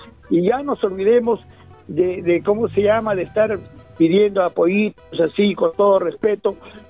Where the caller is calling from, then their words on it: Olmos, Lambayeque, Peru; Los llevo a mi pueblo de Olmos en mi corazón.